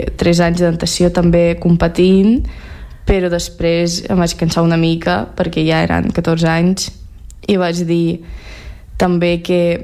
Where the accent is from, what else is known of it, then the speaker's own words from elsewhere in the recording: Russia; només som dues estrangeres a classe i una és de Dinamarca i l'altra sóc jo de Rússia.